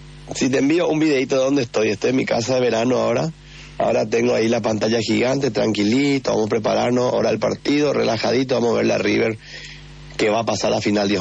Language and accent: Spanish; Paraguay